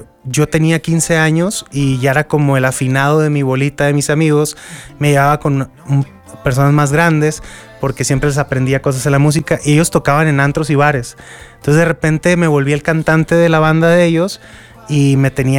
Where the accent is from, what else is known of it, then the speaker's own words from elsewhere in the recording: Culiacán, Sinaloa, Mexico; Yo soy mexicano, nací en Culiacán, pero te digo, crecí también rodeado del regional mexicano.